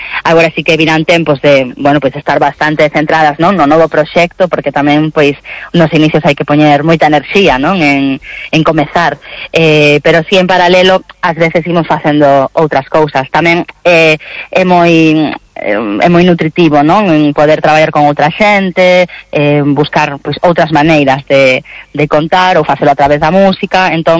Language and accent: Galician; Galicia, Spain; nós tamén somos creadoras galegas, co cal sempre a nosa visión, o facemos dende a nosa idiosincrasia